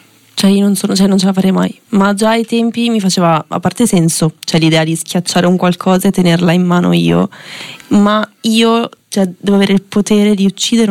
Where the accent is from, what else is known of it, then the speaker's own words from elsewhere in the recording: Gallarate, Lombardy, Italy; born there; Qui a Galarate